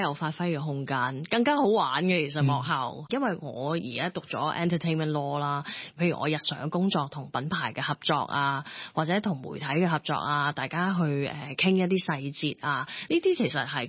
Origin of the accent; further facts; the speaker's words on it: Vancouver, British Columbia, Canada; moved away as an adult; now in Hong Kong; 我在温哥华长大，其实我16岁就机缘巧合入了当地的中文电视台做嘢。